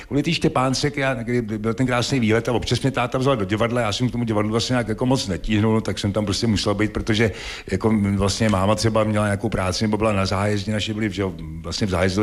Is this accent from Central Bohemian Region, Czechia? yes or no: yes; Mladá Boleslav, Central Bohemian Region, Czechia; born there; já jsem se narodil v Mladé Boleslavi.